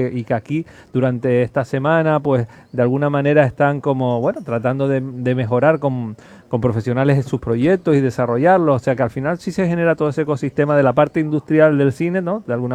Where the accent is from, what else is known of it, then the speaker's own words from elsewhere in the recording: Canary Islands, Spain; sobre todo en un territorio como el nuestro, como Canarias, donde hay una fragilidad muy, muy evidente entre la naturaleza y nosotros y nuestro modo de vida